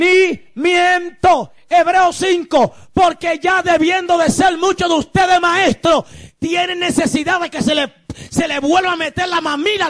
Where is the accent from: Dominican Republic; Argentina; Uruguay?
Dominican Republic; moved away; Cuando yo me crié en mi país, República Dominicana, yo vivía frente a una iglesita.